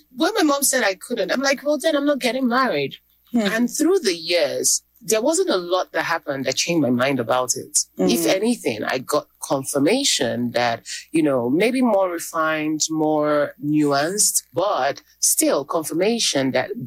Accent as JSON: {"language": "English", "town": "Owerri", "region": "Imo", "country": "Nigeria", "tie": "born or raised there", "said": "In Owerri. I grew up in Owerri."}